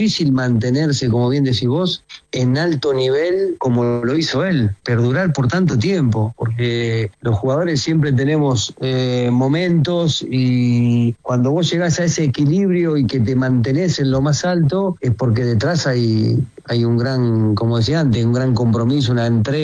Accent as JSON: {"language": "Spanish", "country": "Argentina"}